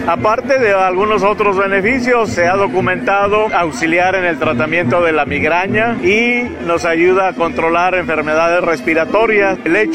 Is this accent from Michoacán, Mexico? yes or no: no; Mixquiahuala, Hidalgo, Mexico; Venimos del municipio de Mixquiahuala, Hidalgo.